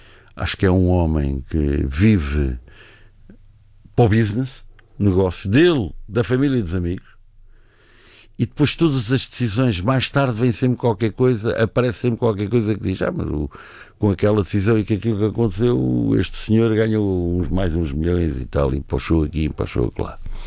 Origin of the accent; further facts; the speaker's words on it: Portugal; Não, nós somos portugueses, estamos de visita, estamos cá a fim de semana.